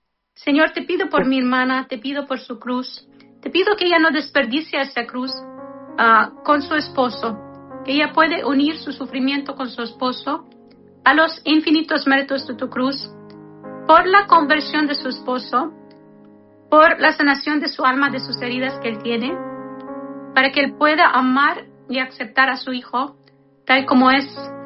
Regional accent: Jordan; miren mi memoria de la primera persona que miré rezando rosario cuando era niña chiquitita en Jordania.

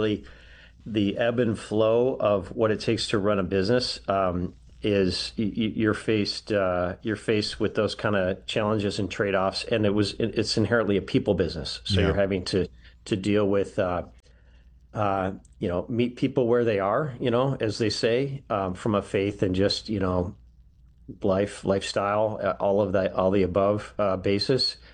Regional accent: Michigan, United States; moved away as an adult; now in Boise, United States; I grew up in Michigan in a church-going family, and I attended Catholic schools for most of my grown-up years. Went to college and grad school in Michigan, and then eventually made it my way west.

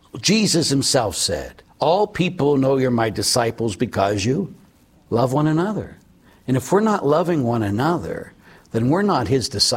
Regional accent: Erie, Pennsylvania, United States; I'm from Erie, PA

